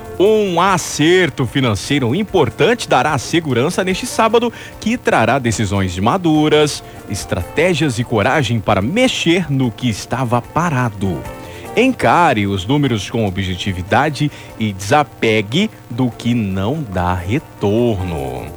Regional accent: Rondonópolis, Mato Grosso, Brazil; Eu tinha uma vizinha quando era moleque, morava lá em Rondonópolis, né?

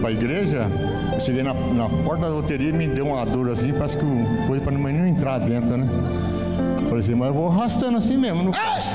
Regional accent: Curitiba, Paraná, Brazil; Sou lá de Curitiba, mas eu vim aqui com todo prazer, mano.

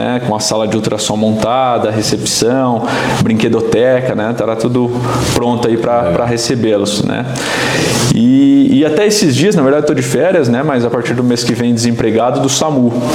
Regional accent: Paraná, Brazil; moved away as an adult; also born or lived in Tubarão, Santa Catarina / Florianópolis; now in Videira, Brazil; eu sou paranaense, né? Me formei aqui em Santa Catarina, em Tubarão, na cidade de Tubarão. Trabalhei muito tempo ali em Tubarão, Florianópolis, a região de Criciúma, né?

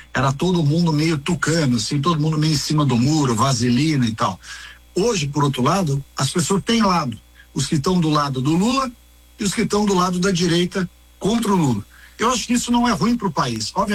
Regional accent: São Paulo, Brazil; E posso dizer, como paulista de verdade

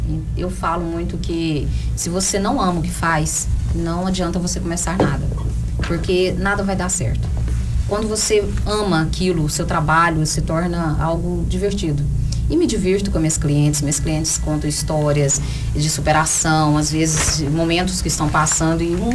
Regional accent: Minas Gerais, Brazil; accent: mineirês; porque eu sou mineira, sou humilde. Como você diz, o mineirês aí, né?

